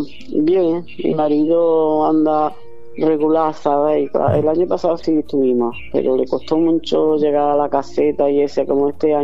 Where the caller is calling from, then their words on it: Córdoba, Andalusia, Spain; de Córdoba.